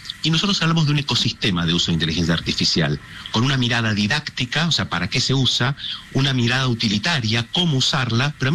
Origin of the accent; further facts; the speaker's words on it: Argentina; el que quiera porque somos argentinos, o porque conozca el colegio